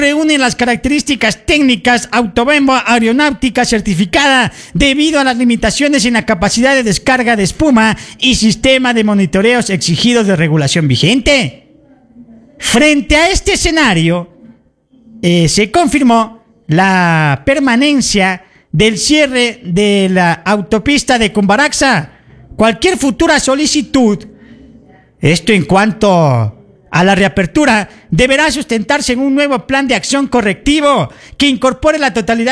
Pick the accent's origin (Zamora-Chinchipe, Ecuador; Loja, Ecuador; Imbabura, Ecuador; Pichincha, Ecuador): Zamora-Chinchipe, Ecuador